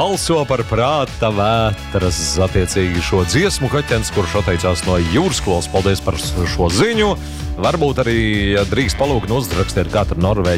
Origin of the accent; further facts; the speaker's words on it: Varakļāni, Varakļāni Municipality, Latvia; Esmu no Varakļāniem un gribētu dzirdēt.